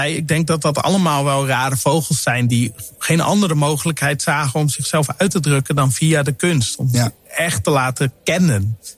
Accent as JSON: {"language": "Dutch", "town": "Sneek", "region": "Friesland", "country": "Netherlands", "tie": "born or raised there", "said": "Ik groeide op in Sneek, hè."}